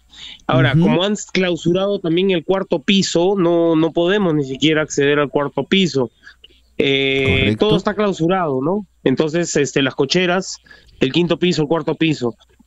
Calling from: Lima, Peru; yo estoy llamando desde Cercado de Lima, Avenida Uruguay 191 en el Cercado.

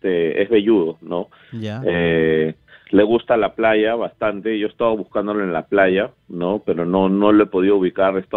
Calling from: Lima, Peru

